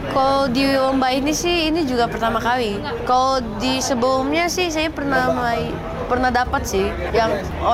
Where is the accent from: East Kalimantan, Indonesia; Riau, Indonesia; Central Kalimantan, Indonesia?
Riau, Indonesia; Saya dari Riau.